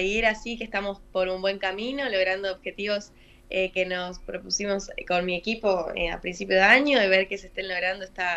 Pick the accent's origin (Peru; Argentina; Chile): Argentina; Posadas, Misiones; moved away as an adult; now in Buenos Aires, Argentina; Yo soy de Posadas y ahora, bueno, estoy viviendo en Buenos Aires. A partir del año pasado me mudé sola para acá